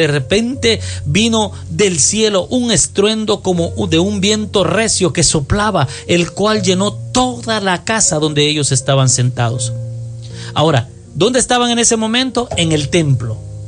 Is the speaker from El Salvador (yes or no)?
yes; El Salvador; born there; moved away; En El Salvador, soy salvadoreño de nacimiento.